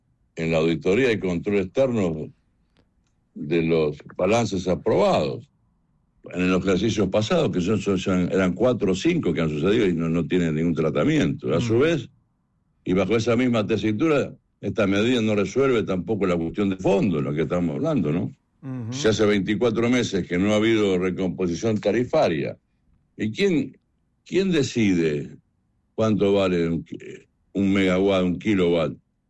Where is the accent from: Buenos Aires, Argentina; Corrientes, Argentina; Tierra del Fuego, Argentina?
Buenos Aires, Argentina; Yo vengo de Buenos Aires, hay más de 10.000 personas en la calle, durmiendo en la calle